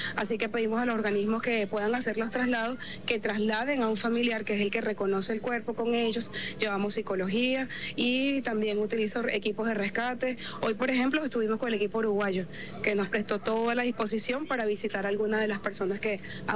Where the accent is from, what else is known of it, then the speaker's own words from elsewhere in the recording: Venezuela; nos hemos conocido como venezolanos